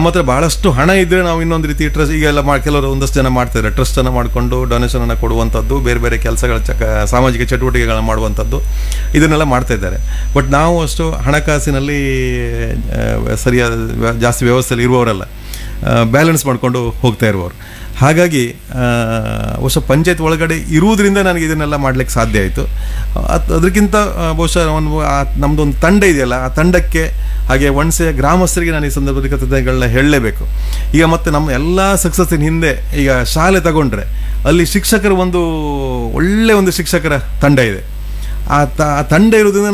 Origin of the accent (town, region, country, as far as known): Udupi district, Karnataka, India